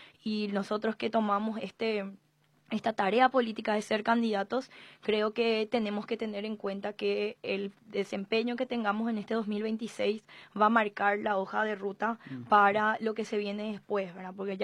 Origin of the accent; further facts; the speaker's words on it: Paraguay; que tenemos trabajos como cualquier paraguayo y paraguaya